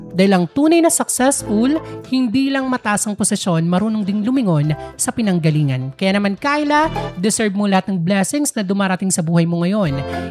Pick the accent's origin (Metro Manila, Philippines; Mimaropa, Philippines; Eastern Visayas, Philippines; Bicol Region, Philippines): Eastern Visayas, Philippines; nakaka-proud kasi, diba, una sa lahat, taga-probinsya tayo, waray.